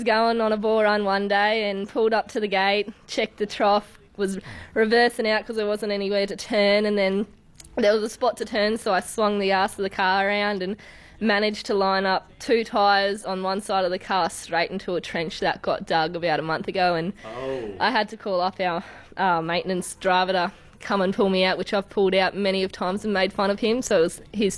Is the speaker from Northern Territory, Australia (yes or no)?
yes; Newcastle Waters, Northern Territory, Australia; from Newcastle Waters